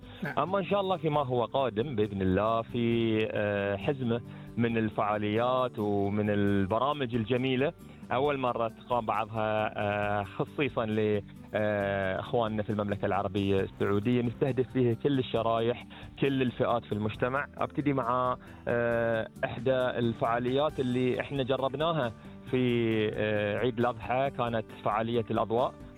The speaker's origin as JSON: {"language": "Arabic", "country": "Bahrain", "said": "إحنا كبحرينيين"}